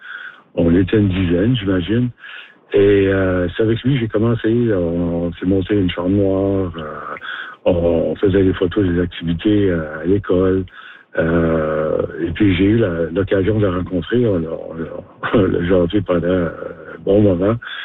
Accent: Kapuskasing, Ontario, Canada; moved away as an adult; Moi, j'ai quitté Kapuskasing pour aller étudier en 73.

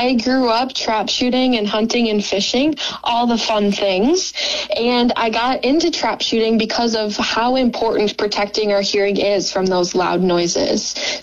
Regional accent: Minnesota, United States; Like I said, I'm from Minnesota, so trying to get my roots here in Wisconsin

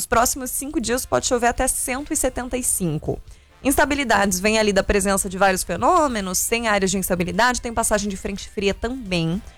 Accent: Curitiba, Paraná, Brazil; now in São Paulo, Brazil; Curitiba e São Paulo não estão tão diferentes assim. Eu que sou curitibana posso falar.

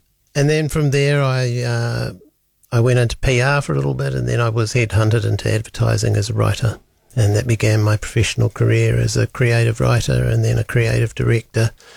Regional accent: Wellington, New Zealand; I grew up in Kelburn on a street called Central Terrace.

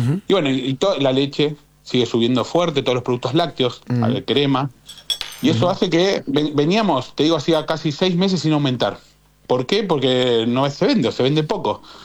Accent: Villa Bosch, Buenos Aires Province, Argentina; yo soy el 3 de febrero, soy de Villa Bosch.

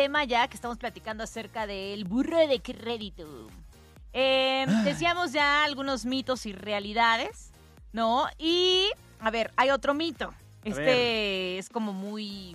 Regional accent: Mexico

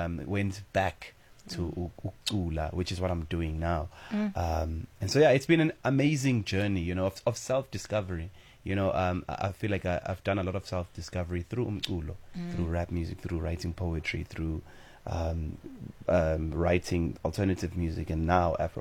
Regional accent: Greytown, KwaZulu-Natal, South Africa; also born or lived in Pietermaritzburg; I was born in Pietermaritzburg and then adopted in Greytown. That's where I was raised.

